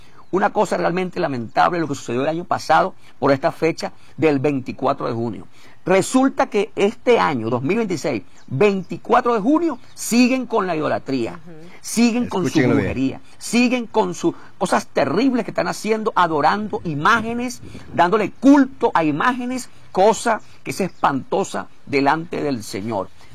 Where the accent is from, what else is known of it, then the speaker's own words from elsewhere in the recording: Venezuela; moved away; mi país, Venezuela